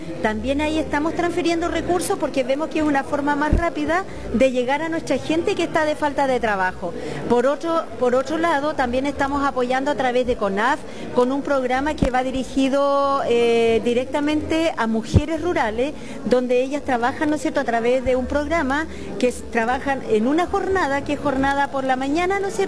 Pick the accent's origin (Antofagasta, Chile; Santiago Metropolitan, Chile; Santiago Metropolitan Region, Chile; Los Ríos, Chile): Los Ríos, Chile; Río Bueno; Yo soy del sector de Trapi, en la comuna de Río Bueno tengo como 120 kilómetros donde llego a trabajar a Valdivia